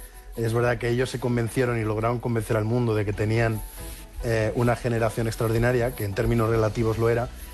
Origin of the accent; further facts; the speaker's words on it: Spain; Entonces, yo como español lo entendía, ¿no?